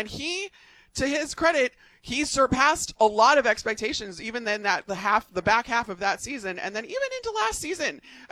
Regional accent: Chicago, Illinois, United States; I'm from Chicago. I monitor the Bears very closely.

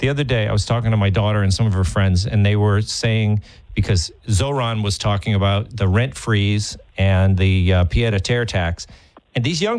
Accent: Massachusetts, United States; in my home state of Massachusetts, one of the bluest states around

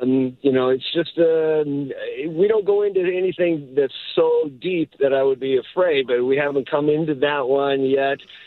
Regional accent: San Diego, California, United States; now in Miami Beach, United States; Well, I'm formerly from San Diego, but I no longer live there. I'm a charter boat captain in Miami Beach. That's where I am right now.

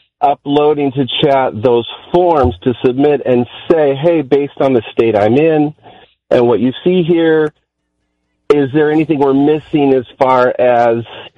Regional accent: California, United States; now in Michigan, United States

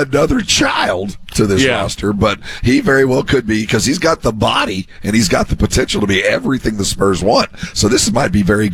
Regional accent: San Antonio, Texas, United States; Well, growing up in San Antonio

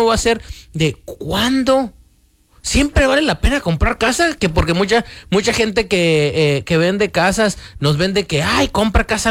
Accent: Mexico; now in United States; como venimos de México y de otros países, venimos muy tercos, somos muy tercos el mexicano, aquí tienen uno

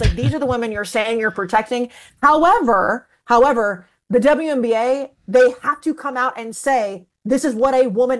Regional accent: Texas, United States; But growing up in Texas, it's, you know, if you're a college football family and the way we were, it is, I mean, live and die by A&M football.

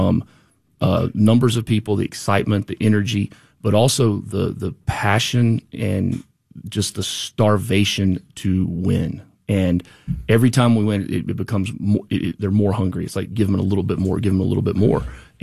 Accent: Birmingham, Alabama, United States; moved away; We're both from Birmingham.

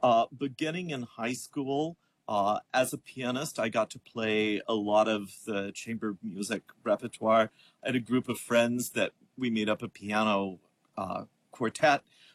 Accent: Colorado, United States; also born or lived in Tishomingo, Oklahoma, United States / New Orleans, Louisiana, United States / Boston, Massachusetts, United States; after the age of five, I lived most of my childhood in Colorado, where I was educated at the University of Colorado

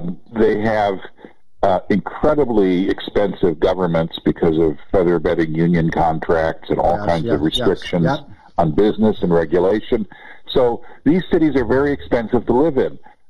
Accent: San Francisco, California, United States; San Francisco, my hometown, has a new mayor

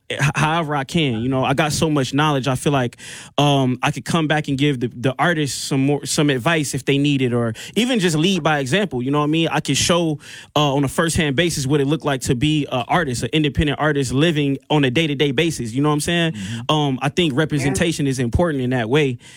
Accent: Milwaukee, Wisconsin, United States; moved away as an adult; also born or lived in Memphis; I grew up on the north side.

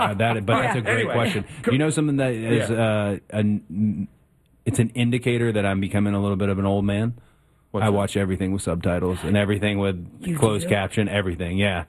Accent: Georgia, United States; I'm from Georgia, so Dollywood is just up the road.

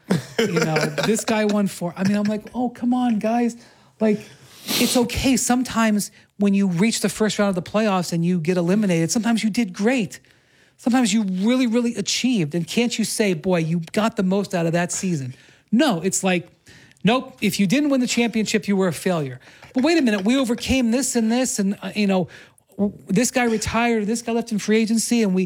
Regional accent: Cleveland, Ohio, United States; because you know I had born and raised in Cleveland, and I covered that team for yes. many years

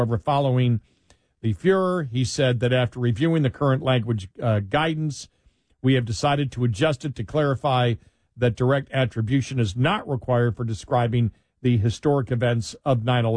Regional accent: Ireland; I'm Irish.

